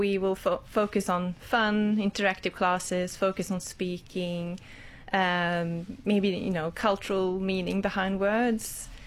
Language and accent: English; Örnsköldsvik, Västernorrland County, Sweden; English is a second language; moved away; also born or lived in Wollongong; So I'm from a town called Örnsköldsvik. It's in the northern part of Sweden.